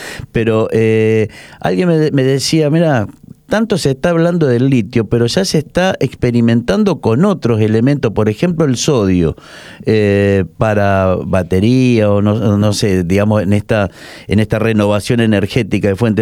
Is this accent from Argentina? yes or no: yes; Argentina; como argentino que sos, igual que nosotros